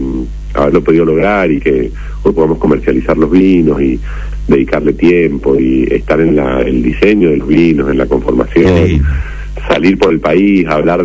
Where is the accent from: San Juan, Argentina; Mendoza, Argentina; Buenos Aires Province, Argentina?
Mendoza, Argentina; nosotros que somos mendocinos